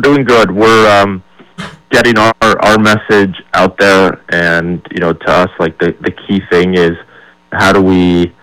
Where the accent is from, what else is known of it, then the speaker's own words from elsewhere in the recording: Hudson, New Hampshire, United States; now in Moultonborough, United States; But I grew up down in Hudson. So I grew up down in Hudson. My mom was an ICU nurse at Catholic Medical.